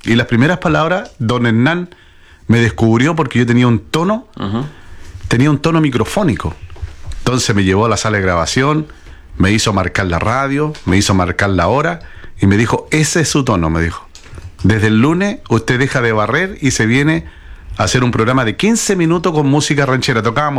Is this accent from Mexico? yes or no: no; Illapel, Coquimbo, Chile; haber llegado a las radios más importantes de Chile en la época en que yo salí de Illapel, para mí fue un gran honor.